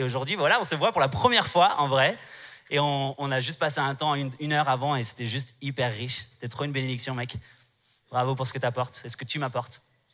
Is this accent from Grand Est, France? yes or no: yes; Strasbourg, Grand Est, France